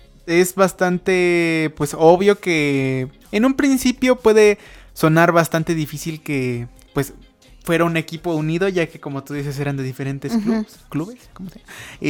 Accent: Mexico; yo como mexicano

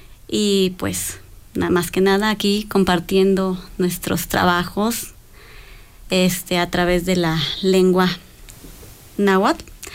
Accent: Puebla, Mexico; moved away as an adult; now in Tlapanalá, Mexico; un saludo también a de donde yo vengo, de la comunidad La Galarza.

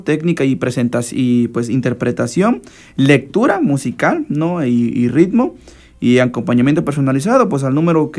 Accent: Mexico; born there; Y el 8 allá por mi pueblo, por San Rafael La Paz

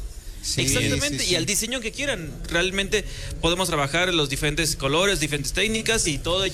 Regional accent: San Nicolás de los Ranchos, Puebla, Mexico

